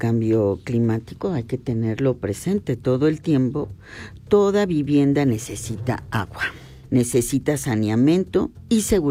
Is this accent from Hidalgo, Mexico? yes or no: yes; Huehuetla, Hidalgo, Mexico; en la región Otomitepegua, donde yo soy originaria, por lo menos en el pueblo donde yo nací, Huehuetla